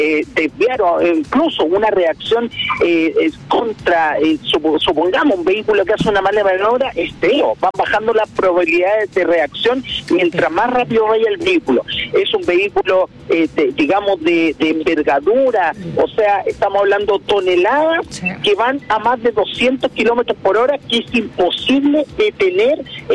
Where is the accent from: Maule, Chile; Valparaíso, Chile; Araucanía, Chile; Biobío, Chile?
Valparaíso, Chile; Viña del Mar; yo soy de la Quinta Región, soy de Viña del Mar